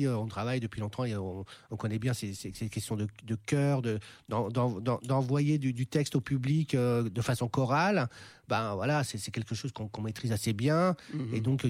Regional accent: Sevran, Île-de-France, France; J'ai grandi à Sevran, ouais. Moi, ouais. Je suis originaire de cette ville

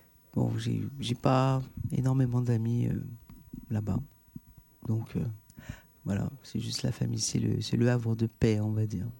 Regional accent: France; born there; Moi, je suis né en France.

